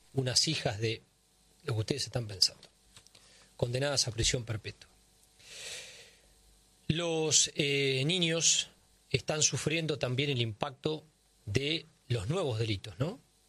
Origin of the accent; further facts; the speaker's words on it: Argentina; estas son las cuestiones que nos deben preocupar a todos como argentinos.